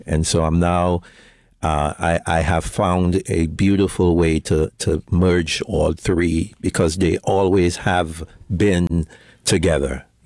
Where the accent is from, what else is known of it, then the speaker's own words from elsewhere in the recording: Trinidad & Tobago; moved away as an adult; now in United States; in terms of origination, I am from Trinidad and Tobago. And probably to put a little damper on what Uezy said early on, my father is Trinidadian and my mom is Tobago.